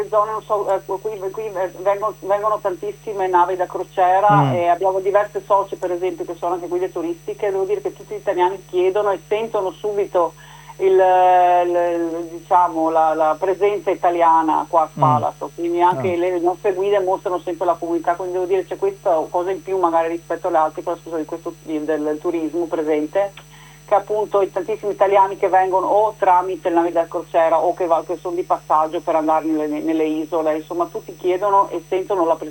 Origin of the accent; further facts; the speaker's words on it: Venice, Veneto, Italy; born there; accent: Veneto dialect; io la prima volta che sono venuta in comunità io ho sentito subito il mio dialetto veneto, quindi per dire, e mi sono subito sentita a casa perché sono nata a Venezia